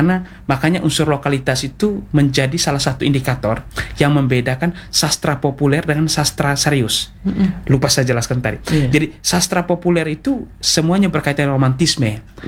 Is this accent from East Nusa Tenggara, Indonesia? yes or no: yes; East Nusa Tenggara, Indonesia; Kalau kami di Sika dulu